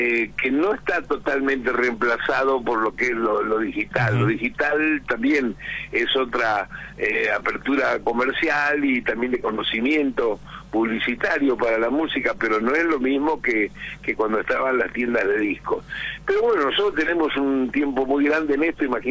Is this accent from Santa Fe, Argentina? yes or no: yes; Rosario, Santa Fe, Argentina; que soy rosarino, que mis abuelos eran piamonteses y andaluces por el otro lado